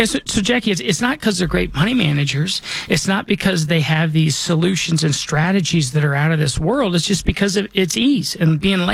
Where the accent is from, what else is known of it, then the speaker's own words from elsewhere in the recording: Colorado, United States; You know, I was born and raised here in Colorado. This is where I call home.